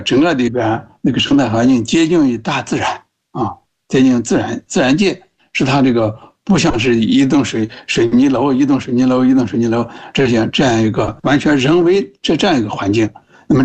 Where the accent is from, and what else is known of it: China